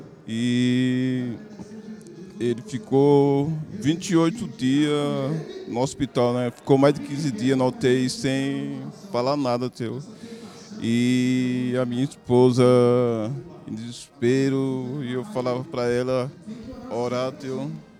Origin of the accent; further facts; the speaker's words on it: Santana de Parnaíba, São Paulo, Brazil; Santana de Parnaíba.